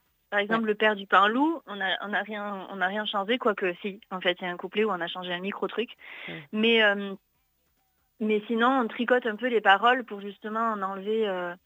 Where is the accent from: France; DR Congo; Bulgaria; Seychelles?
France; Nouvelle-Aquitaine; Voilà, on est du Pays Basque et du coup, on a étudié le chant traditionnel au Pays Basque, le chant traditionnel aussi à Toulouse, au conservatoire.